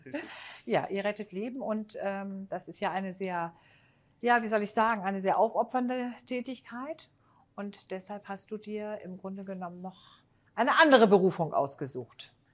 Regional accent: Hamburg, Germany; Ich bin ja Hamburgerin, das weißt du.

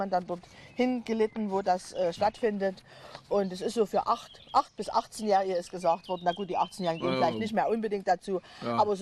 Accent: Saxony, Germany; born there; ich bin ja auch Sächsin von Geburt und Gemüt.

